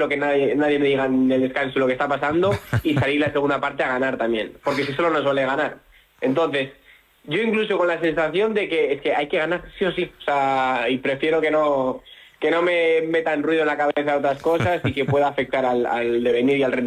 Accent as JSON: {"language": "Spanish", "town": "Bilbao", "region": "Basque Country", "country": "Spain", "said": "Yo, pues, soy de Bilbao y estoy muy cer"}